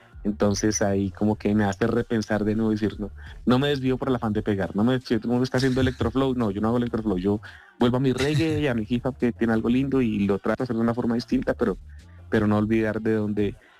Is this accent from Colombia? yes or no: yes; Colombia; mira, yo soy de Colombia, yo canto, ¿puedo cantar una canción?